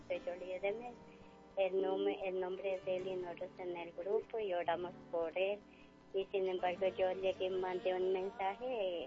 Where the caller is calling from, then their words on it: Bogotá, Colombia; Acá en Bogotá, ciudad de Bogotá, María Paz.